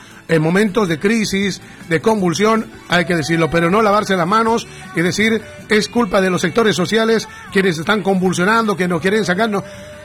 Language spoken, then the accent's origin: Spanish; Bolivia; now in Argentina; me duele como boliviano